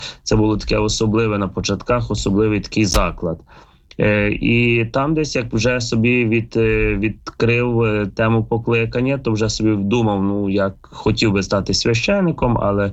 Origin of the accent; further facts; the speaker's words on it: Lviv, Lviv Oblast, Ukraine; я сам львів'янин, закінчував 85-ту школу на Симоненка.